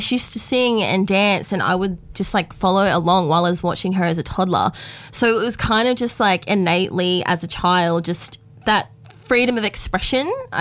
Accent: Grafton, New South Wales, Australia; also born or lived in Sydney / Gold Coast; now in Lismore, Australia; Yeah, so I was born and raised in Grafton. Moved to Sydney for a bit for uni, but then I've stayed in between the Gold Coast and now I'm based in Lismore.

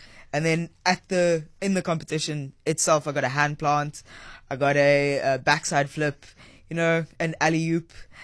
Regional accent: Namibia; moved away as an adult; now in South Africa; So I grew up in Namibia. I've got the dual citizenship.

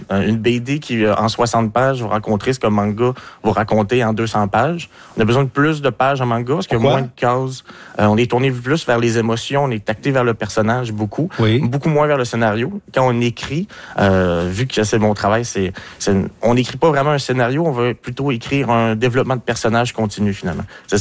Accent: Quebec, Canada; je suis un Québécois qui écrit, je veux que ça soit écrit comme chez moi finalement.

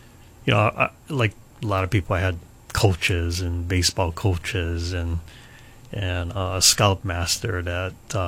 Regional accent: Hilo, Hawaii, United States; So I grew up actually on the Big Island, Hilo. I grew up in Hilo, born and raised there. I'm a graduate of Hilo High School. And as you just said, I attended the University of Hawaii.

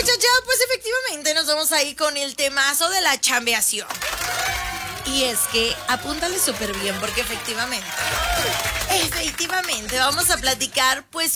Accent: Mexico; somos mañosos como buenos mexicanos

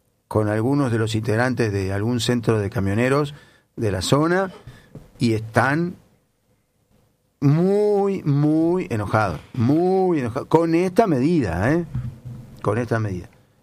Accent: Tortugas, Santa Fe, Argentina; now in Rosario, Argentina; la localidad donde vive mi familia, donde yo nací, me crié, que es Tortugas

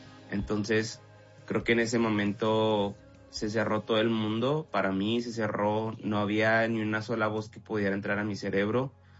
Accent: Ciudad Juárez, Chihuahua, Mexico; moved away as an adult; now in El Paso, United States; Yo soy de Ciudad Juárez, y Ciudad Juárez está en frontera con El Paso, Texas

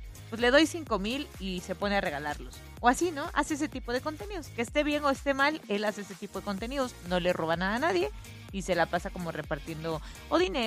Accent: Mexico; nos caracterizan como mexicanos

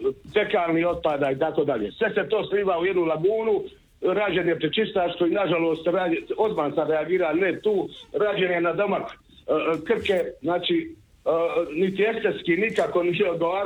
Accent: Knin, Šibenik-Knin County, Croatia

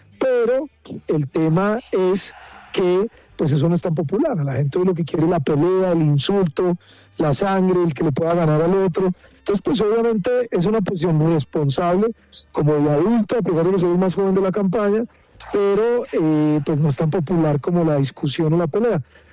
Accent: Caldas, Colombia; Y la gente pues en Caldas, de donde yo soy, pues la verdad, hermano, muy querida conmigo, muy afectuosos.

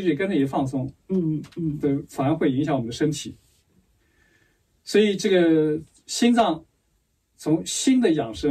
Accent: China; 特别我们中国人吃东西讲究

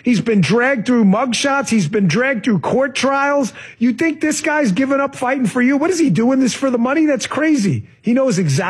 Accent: New York, United States; I grew up in New York.

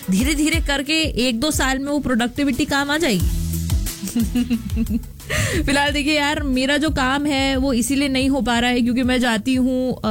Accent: Bhopal, Madhya Pradesh, India; जैसे कि आपको पता है कि मैं भोपाल से हूँ, एंड अगर आप अपना शहर स्क्रीन पे देख लो तो आपकी आंखों से आंसू आ ही जाते हैं।

